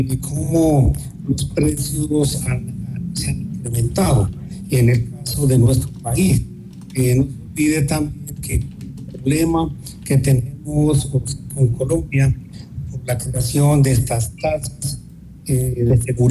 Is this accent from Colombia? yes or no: no; Ecuador; que nos deja preocupados a todos los ecuatorianos